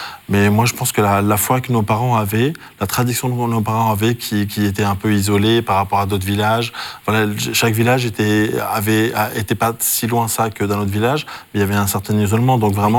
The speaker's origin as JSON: {"language": "French", "country": "France", "tie": "born or raised there", "said": "Après moi qui ai grandi et qui suis né et grandi en France"}